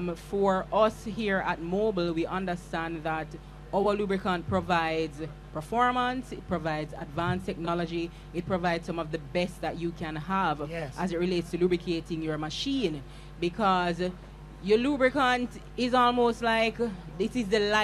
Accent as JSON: {"language": "English", "country": "Jamaica"}